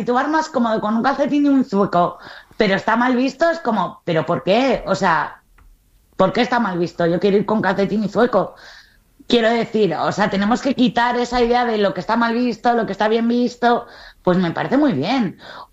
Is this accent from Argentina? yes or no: no; Spain; horterismo no lo veo tan hortera porque yo soy española.